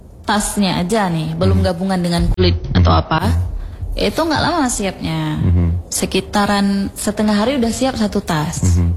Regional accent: Medan, North Sumatra, Indonesia; Kalau dari segi pitrit ini, ini kan kita dari Medan ya, dari Medan ini ada yang

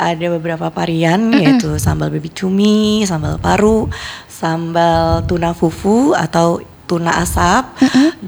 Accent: Kalimantan, Indonesia; Iya, karena saya pikir kan saya orang Kalimantan ya. Suku saya juga Banjar.

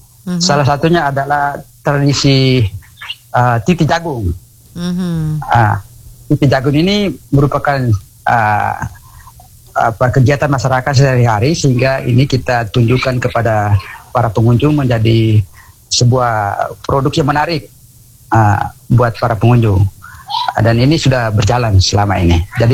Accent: East Nusa Tenggara, Indonesia; born there; moved away as an adult; also born or lived in Maumere; saya sudah bermimpi bahwa saya bisa pulang kampung untuk bangun salah satu usaha di desa.

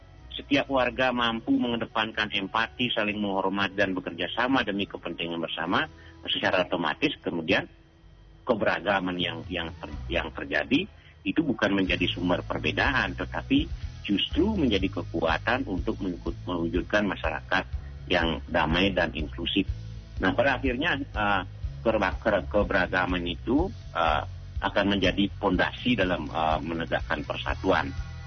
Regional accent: Bali, Indonesia; Nah, kita tahu meskipun saya suku Bali, tapi saya pernah banyak belajar dari Gorontalo.

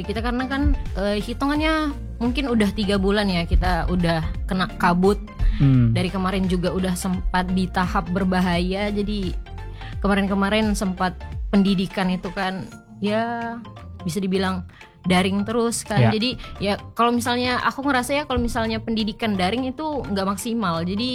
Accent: Pontianak, West Kalimantan, Indonesia; ini kan lahir dan tumbuh di Pontianak Timur, khususnya di Jalan Tanjung Raya 1.

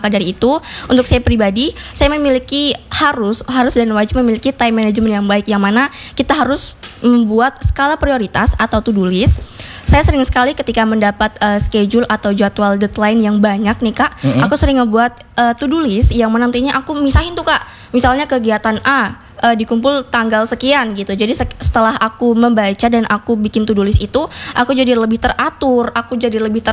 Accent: Yogyakarta, Special Region of Yogyakarta, Indonesia; aku asli Jogja loh, Kak.

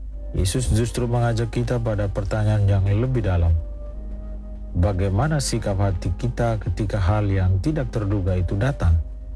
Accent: Ende, East Nusa Tenggara, Indonesia; kita, orang Ende, orang Flores

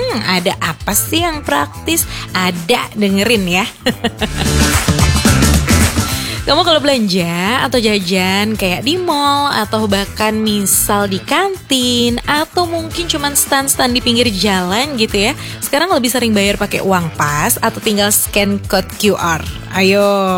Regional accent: Jakarta, Indonesia; Dan apalagi di Jakarta gitu ya, aku kan dari Jakarta gitu.

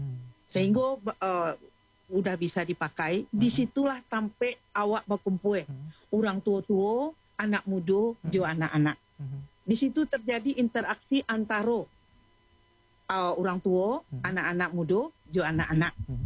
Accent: West Sumatra, Indonesia; now in Australia; kita sebagai orang Minang. Sebagai orang yang menjaga agama dan adat.

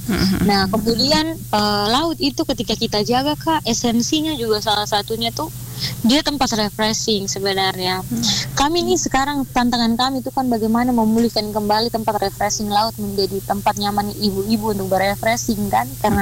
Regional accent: Larantuka, East Nusa Tenggara, Indonesia; bukan mutlak orang pesisir seperti kami, setelah kami riset lokal kak di desa kami, di kelurahan kami di Larantuka

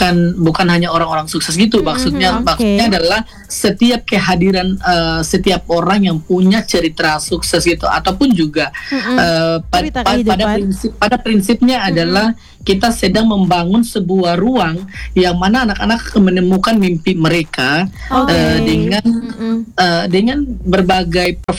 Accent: East Nusa Tenggara, Indonesia; Saya dari Pulau Sumba, tepatnya di Sumba Barat Daya yang senjanya sangat indah.

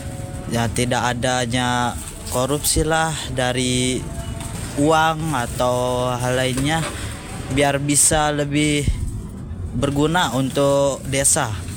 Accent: West Nusa Tenggara, Indonesia; saya asli dari Lotim.

